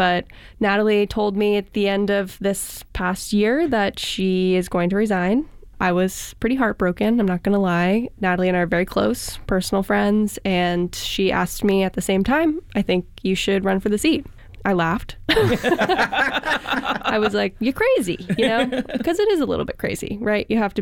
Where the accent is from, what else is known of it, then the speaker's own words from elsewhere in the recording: Williamsburg, Massachusetts, United States; I grew up in Williamsburg.